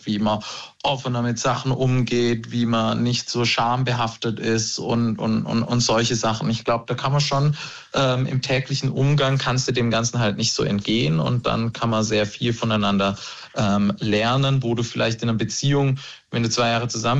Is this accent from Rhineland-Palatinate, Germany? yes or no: no; Baden-Württemberg, Germany; Ja, da ist es natürlich noch mal mehr als Schwabe, hat man da noch mal ein ganz anderes Auge drauf.